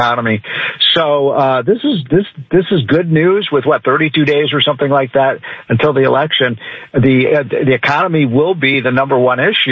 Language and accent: English; Illinois, United States; California, my home state of Illinois, Connecticut, Massachusetts, runaway costs.